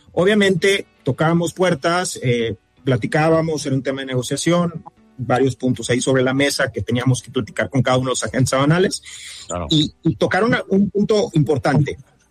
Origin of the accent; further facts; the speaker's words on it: Mérida, Yucatán, Mexico; yo soy de Mérida